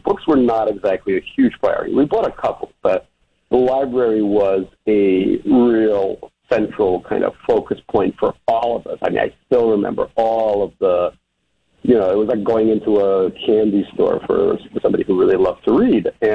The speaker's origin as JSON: {"language": "English", "town": "Queens", "region": "New York", "country": "United States", "tie": "born or raised there", "also_born_or_lived": "Soviet Union", "said": "growing up in the Soviet Union and in Queens and going to Oberlin and all this other stuff."}